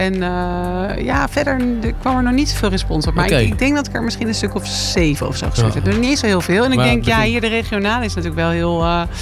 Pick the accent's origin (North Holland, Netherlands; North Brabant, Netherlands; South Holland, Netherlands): North Brabant, Netherlands; now in Amersfoort, Netherlands; ik kom uit Brabant.